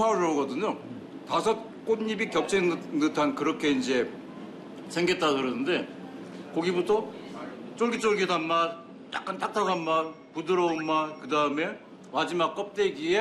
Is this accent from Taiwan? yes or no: no; South Korea; Chinese is a second language; 辣，我是韩国人，很会吃辣的。